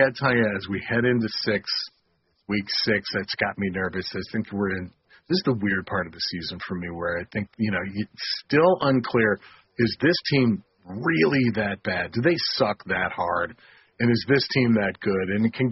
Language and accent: English; Buffalo, New York, United States; also born or lived in Pittsburgh; But you know, growing up in Pittsburgh, man, growing up in Buffalo, I know the real factor is the elements.